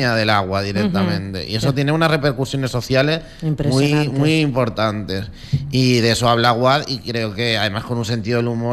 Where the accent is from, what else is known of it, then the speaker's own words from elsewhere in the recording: Tenerife, Canary Islands, Spain; moved away as an adult; also born or lived in Vigo; now in Lanzarote, Spain; yo me he criado en Tenerife y he vivido aquí, ya llevo 8 años aquí, pues si te lo piensas, en realidad el léxico que yo utilizo siempre es ese, las construcciones morfosintácticas también. Uh-huh. Lo que no tengo tan claro es el acento